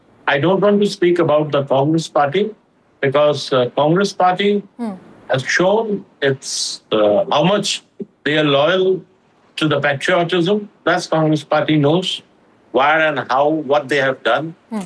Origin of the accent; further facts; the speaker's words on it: India; first we are Indian